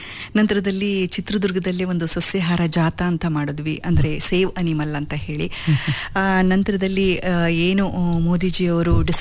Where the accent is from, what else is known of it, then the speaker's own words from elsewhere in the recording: Kitadala, Karnataka, India; also born or lived in Bengaluru; ಹಾಂ ಸರ್, ನಾನು ಮೂಲತಃ ಹೊಸದುರ್ಗ ತಾಲೂಕು ಕಿಟದಾಳ ಗ್ರಾಮ. ನಾನು ಹುಟ್ಟಿ ಬೆಳೆದಿದ್ದೆಲ್ಲ ಅಲ್ಲೇ.